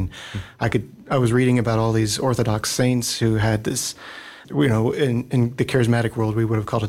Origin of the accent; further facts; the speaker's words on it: North Carolina, United States; I'm actually from a South Carolina parish. And if you look at where I'm from, it'll show South Carolina, but I'm actually from North Carolina.